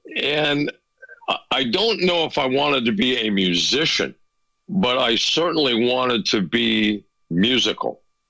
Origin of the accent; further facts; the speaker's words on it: Mexico City, Mexico; I grew up in Mexico City.